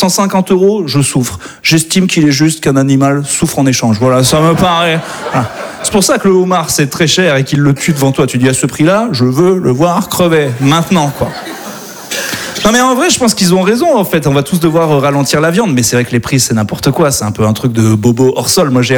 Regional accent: Auvergne-Rhône-Alpes, France; C'est vrai que moi, je viens d'Auvergne à la base. Donc, pour moi, le saucisson est un légume.

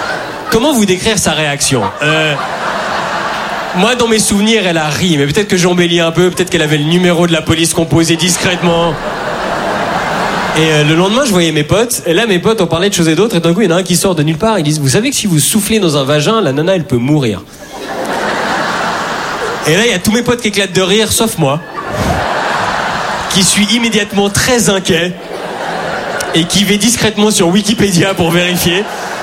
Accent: Switzerland; je suis un Suisse empreint de neutralité.

